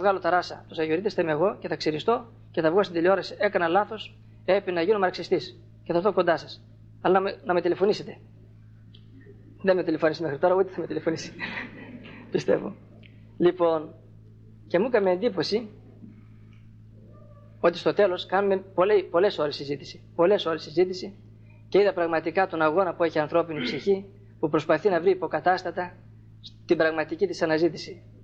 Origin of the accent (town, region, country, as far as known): Trikala, Thessaly, Greece